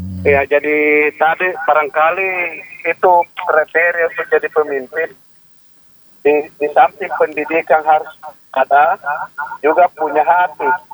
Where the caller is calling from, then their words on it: Indonesia; semua rakyat Indonesia kan gotong royong minjam.